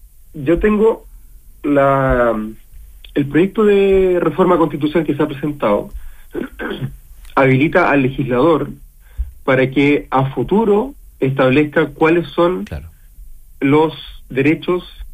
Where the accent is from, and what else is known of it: Chile